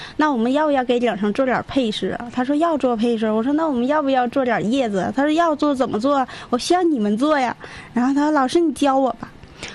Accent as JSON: {"language": "Chinese", "area": "Yitong Manchu Autonomous County", "region": "Jilin", "country": "China", "tie": "born or raised there", "moved": "yes", "said": "去了伊通满族自治县，我的老家，"}